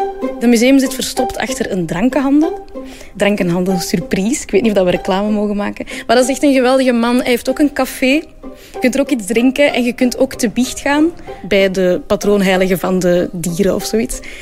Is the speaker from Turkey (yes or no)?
no; Belgium; Dus ik vind dat wel leuk dat wij als Belgen ook wel zo meegaan in die gekke dingen en dat ook zo soort van normaal vinden.